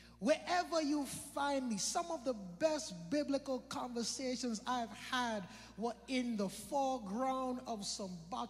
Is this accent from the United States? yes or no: no; British Virgin Islands; moved away; I'm proud from the BVI.